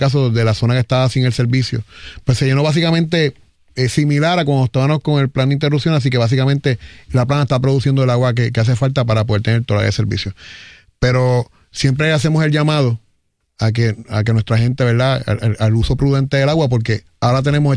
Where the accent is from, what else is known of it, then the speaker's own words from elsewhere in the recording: Yauco, Puerto Rico; now in San Lorenzo, Puerto Rico; Yo soy oriundo de Yauco, vivo en San Lorenzo.